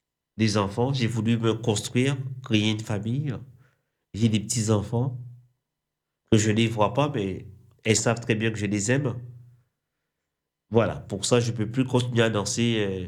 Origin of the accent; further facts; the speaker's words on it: Guadeloupe; now in Paris, France; la façon que j'ai été élevé en Guadeloupe